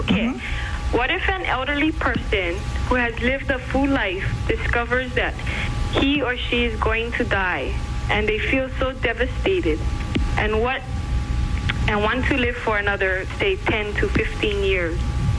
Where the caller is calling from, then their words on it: Hawaii, United States; I'm from Hawaii.